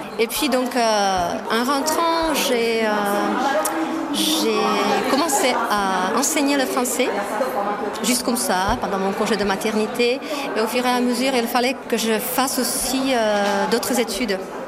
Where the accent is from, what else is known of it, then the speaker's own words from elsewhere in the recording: Český Těšín, Moravian-Silesian Region, Czechia; French is a second language; also born or lived in Ostrava; je viens de la ville de Český Těšín et je travaille au lycée Josef Božek dans la même ville. Je ne suis pas née à Český Těšín, mais je suis née à Ostrava